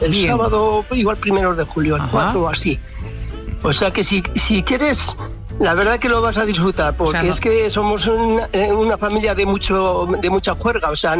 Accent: Ezcaray, La Rioja, Spain; Vamos a ver, yo soy de Ezcaray.

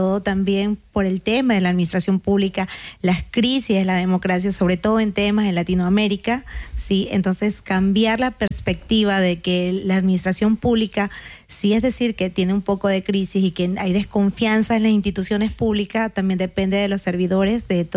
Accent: Ecuador; soy de Ecuador

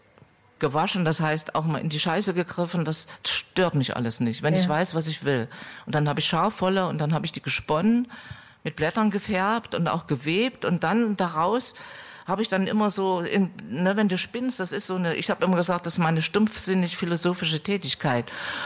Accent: East Germany, Germany; Also ich komme aus der DDR

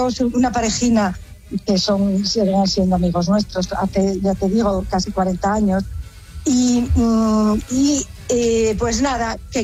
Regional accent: Pola de Siero, Asturias, Spain; Pues verás, yo trabajé en el Ayuntamiento de Siero, soy de Pola de Siero, en Asturias.

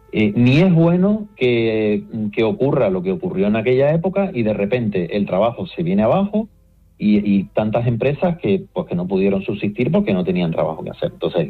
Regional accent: Puerto de la Cruz, Canary Islands, Spain; Hoy en día obra nueva, aquí en el puerto, yo soy de Puerto de la Cruz y aquí en el puerto no hay ninguna grúa.

